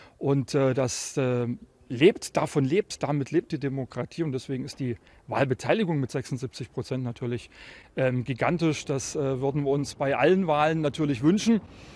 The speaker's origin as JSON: {"language": "German", "region": "East Germany", "country": "Germany", "lives_now": "Saxony-Anhalt, Germany", "said": "wo wir als Osten, als Ostdeutsche, als Menschen mit ostdeutscher Biografie ein Stück weit benachteiligt werden."}